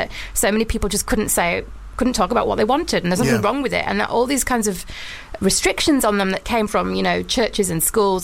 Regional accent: Wakefield, Yorkshire and the Humber, United Kingdom; Yeah, I've always been gobby, and I'm from Yorkshire, for God's sake.

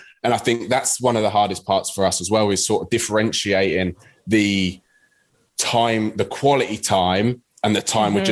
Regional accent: England, United Kingdom; because Paige is Scottish and I'm English, eh?

